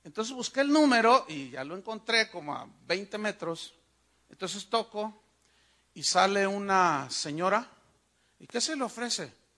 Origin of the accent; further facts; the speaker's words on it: Mexico; Yo soy mexicano.